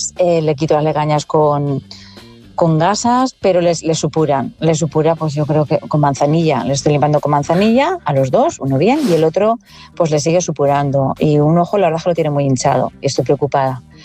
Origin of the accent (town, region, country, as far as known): Valencia, Valencian Community, Spain